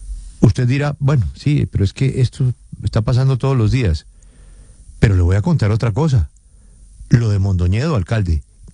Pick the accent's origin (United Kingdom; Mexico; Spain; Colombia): Colombia; Bogotá; somos los bogotanos